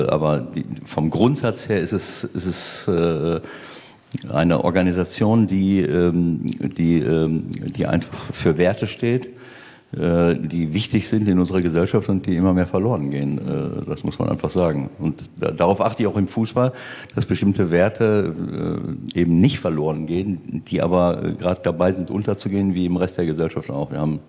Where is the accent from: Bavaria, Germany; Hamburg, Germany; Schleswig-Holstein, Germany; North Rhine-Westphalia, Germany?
North Rhine-Westphalia, Germany; ich war ja hier ein paar Jahre in Köln, das war für mich nicht ganz so einfach als Ostwestfale.